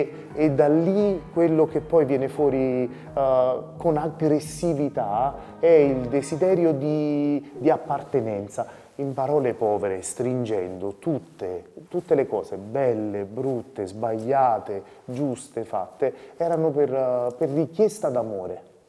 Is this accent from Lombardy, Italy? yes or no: no; Caserta, Campania, Italy; Io sono originario di Caserta. Il luogo dove sono nato nella mia città è uno dei quartieri, quelli belli strong, quelli proprio tosti, duri, no?